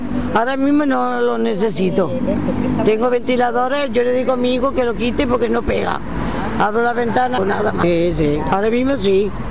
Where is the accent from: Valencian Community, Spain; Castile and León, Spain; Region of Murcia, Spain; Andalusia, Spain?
Andalusia, Spain; Moriles; born there; now in El Prat de Llobregat, Spain; Uy, mi pueblo. Uy, allí para reventar, allí hace una calor. ¿Qué pueblo es? Moriles, de Córdoba. Que hace mucha calor. En el verano no se puede aguantar.